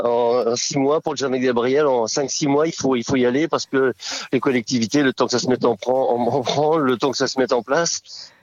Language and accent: French; Nouvelle-Aquitaine, France; il était clarinettiste des balles et banquets chez nous dans le Poitou